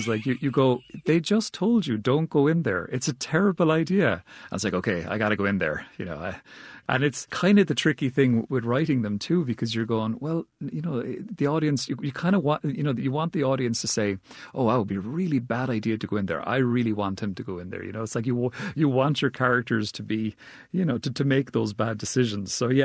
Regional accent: Cork, Munster, Ireland; We even shot it where I grew up. So I'm from Cork, which is in the southwest of Ireland.

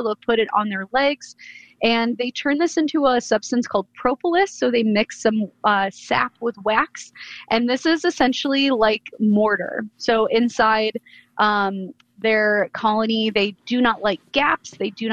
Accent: New York, United States; moved away; also born or lived in Phoenix, Arizona; I lived in Arizona. I grew up in New York, in Western New York, very similar to lots of Wisconsin weather.

